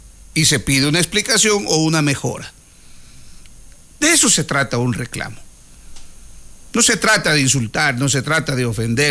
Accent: El Oro Province, El Oro, Ecuador

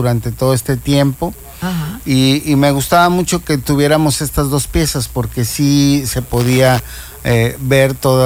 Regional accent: Guadalajara, Jalisco, Mexico; moved away as an adult; now in Cancún, Mexico; soy arquitecto, okay, en el Centro Universitario de Arte, Arquitectura y Diseño de la Universidad de Guadalajara, de donde soy originario.

